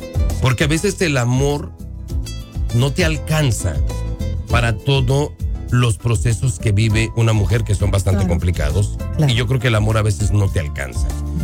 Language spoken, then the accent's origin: Spanish; Mexico; nosotros como mexicanos tenemos ese título de que somos muy machistas.